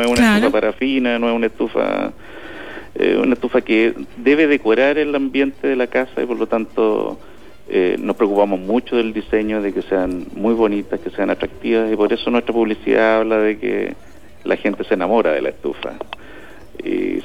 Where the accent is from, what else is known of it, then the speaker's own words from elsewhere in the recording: Chile; Como chilenos nos gusta colocarnos la valla más alta.